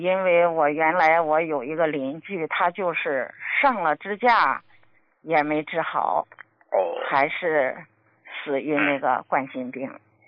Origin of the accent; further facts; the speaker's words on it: Shandong, China; 我母亲就是高血压，我们山东人啊，可能都爱吃咸，口重哈。